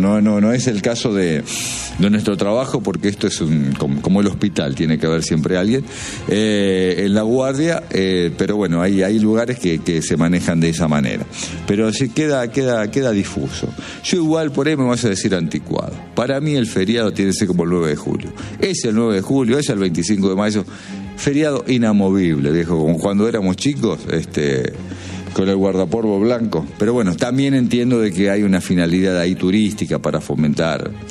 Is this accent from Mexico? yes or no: no; Argentina; Pero bueno, somos argentinos, inevitablemente.